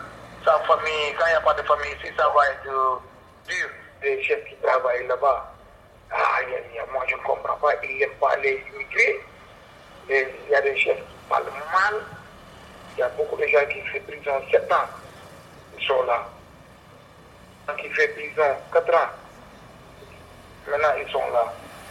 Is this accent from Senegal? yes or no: yes; Senegal; moved away as an adult; now in Belgium; mon pays d'origine du Sénégal. Ouais. Ça fait 8 ans que je suis là en Belgique. Moi, je venais ici en 2015, je demande asile